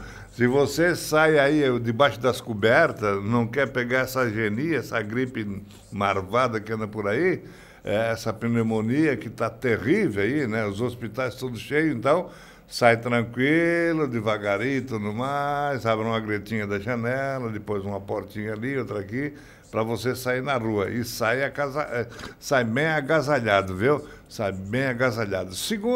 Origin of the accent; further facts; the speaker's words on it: Rio Grande do Sul, Brazil; Opa, eu não sou gaúcho, sou gaúcho? Eu sou gaúcho.